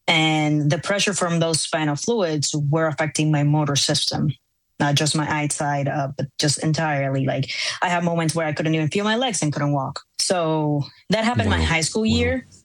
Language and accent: English; Puerto Rico; moved away; also born or lived in Massachusetts; So I was actually born in Massachusetts, but I grew up and lived my entire life in Puerto Rico. Both of my parents, my sibling, everybody's from Puerto Rico.